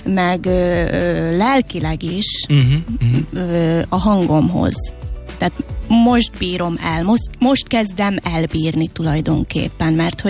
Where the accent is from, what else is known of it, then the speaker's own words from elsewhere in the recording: Komárno, Nitra Region, Slovakia; Igen, Felvidéken születtem, Komáromban, Rév Komáromban, és egy kis faluban nevelkedtem tulajdonképpen a szüleimmel, és négy testvéremmel, és ötödik gyerekként születtem.